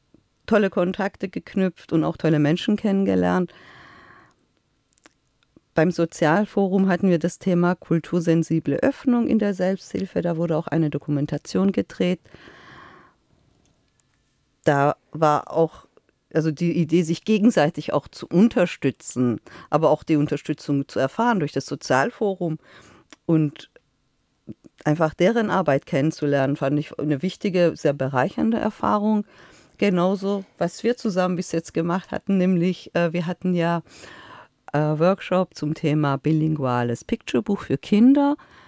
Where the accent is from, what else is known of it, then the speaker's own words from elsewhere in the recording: Iran; Ich komme ja quasi aus dem Orient, ja, aus dem Iran.